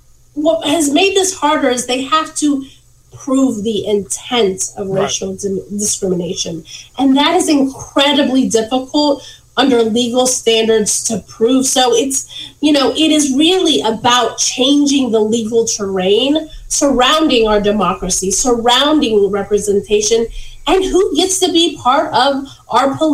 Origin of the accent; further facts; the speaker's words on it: Texas, United States; my home state of Texas, they immediately moved forward with different things